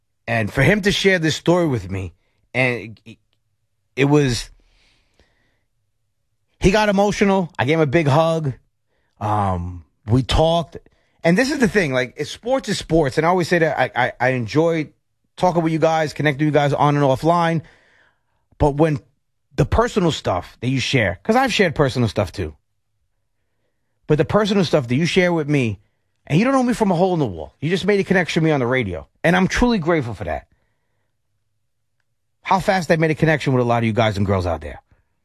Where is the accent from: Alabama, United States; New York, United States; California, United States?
New York, United States; And I said, from here.